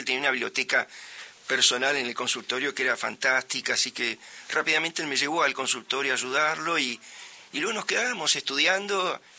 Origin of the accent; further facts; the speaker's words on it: Mar del Plata, Buenos Aires Province, Argentina; Yo nací en La Plata. Mi familia se trasladó inmediatamente a Mar del Plata. Ahí transcurrió mi niñez